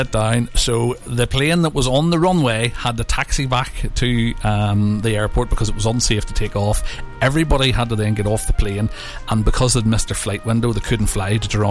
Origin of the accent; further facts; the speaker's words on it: Letterkenny, County Donegal, Ireland; I'm from Letterkenny, all the way up there in Donegal.